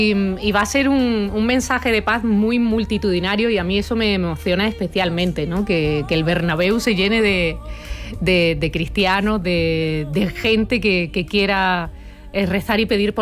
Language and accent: Spanish; Andalusia, Spain; Yo como buena andaluza y manchega por parte de madre, siempre he vivido la fe como una tradición.